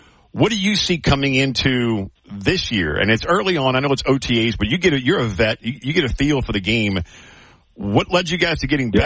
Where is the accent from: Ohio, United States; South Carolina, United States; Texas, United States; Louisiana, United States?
Louisiana, United States; Folsom; as you know, I'm from the North Shore of New Orleans in Folsom.